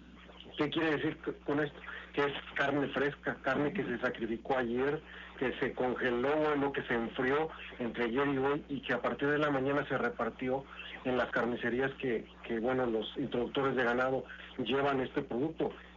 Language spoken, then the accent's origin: Spanish; Mexico